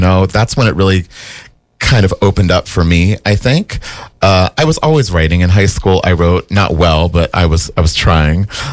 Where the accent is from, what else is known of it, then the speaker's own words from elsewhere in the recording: Wilmington, Delaware, United States; I started doing a bunch of productions in my hometown of Wilmington, Delaware. Big shout out to the 302.